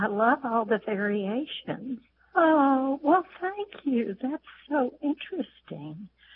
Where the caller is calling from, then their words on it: Georgetown, Kentucky, United States; I'm calling from Georgetown, Kentucky, about an expression that my mother used